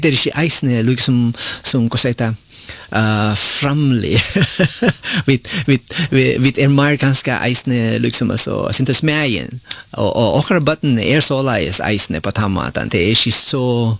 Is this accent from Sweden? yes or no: no; Philippines; Swedish is a second language; Men nu vi är ganska 200 från Filippinerna här